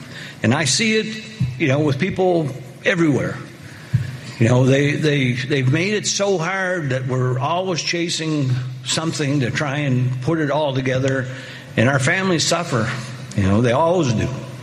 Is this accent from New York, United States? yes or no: no; Allagash, Maine, United States; I grew up in Allegash in a family of loggers, and I went to work in the woods after high school